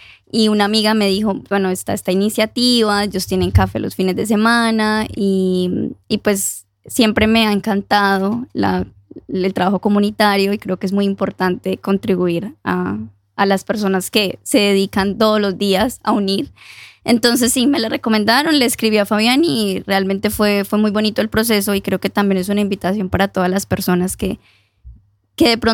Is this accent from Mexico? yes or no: no; Armenia, Quindío, Colombia; moved away as an adult; also born or lived in India / United States; now in Norway; Yo soy de Armenia, Quindío, no sé si lo conocen, sí, del centro del país